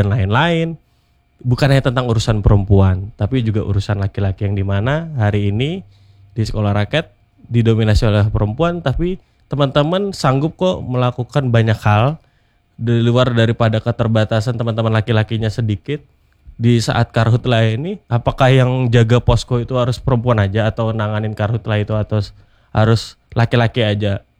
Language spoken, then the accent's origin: Indonesian; Amuntai, South Kalimantan, Indonesia; born there; di tempat kelahiran saya di Amuntai